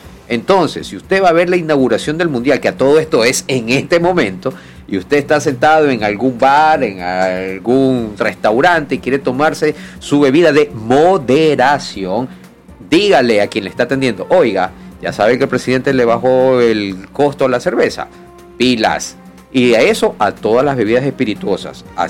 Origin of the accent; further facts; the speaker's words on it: Ecuador; estamos los ecuatorianos